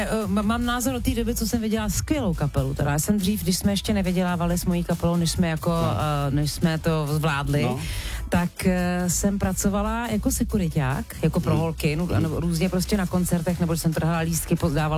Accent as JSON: {"language": "Czech", "region": "Prague", "country": "Czechia", "said": "řekla jsem, že jsem z Prahy"}